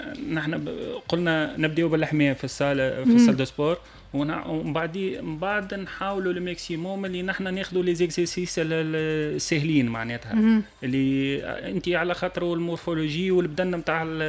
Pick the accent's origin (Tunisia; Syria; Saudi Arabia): Tunisia; في تونس نحن